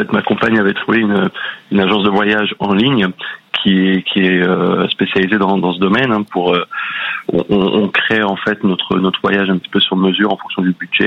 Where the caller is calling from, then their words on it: Normandy, France; De Normandie.